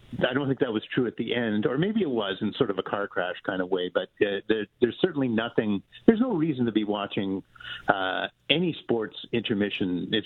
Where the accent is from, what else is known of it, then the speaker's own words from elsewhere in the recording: Winnipeg, Manitoba, Canada; now in Toronto, Canada; I'm from Winnipeg, and I am a Leafs fan, but also I'm a Jets fan